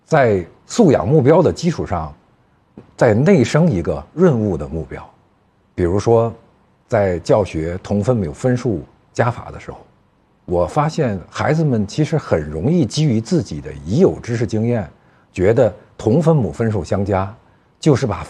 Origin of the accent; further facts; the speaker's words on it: Hengshui, Hebei, China; 我生于冀州，长于冀州